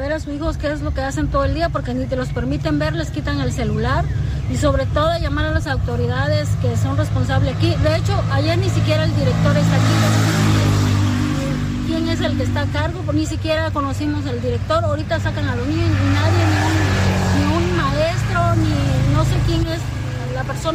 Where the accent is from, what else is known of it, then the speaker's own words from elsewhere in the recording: Campeche, Mexico; Nosotros salimos a las 4 de la tarde de trabajar y somos de Campeche y venimos a buscar y la niña ya está afuera.